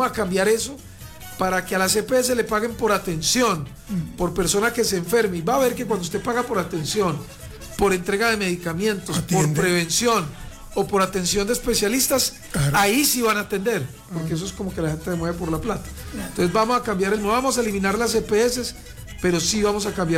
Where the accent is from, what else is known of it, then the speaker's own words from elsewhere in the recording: Colombia; aquí en Colombia salgamos de pobres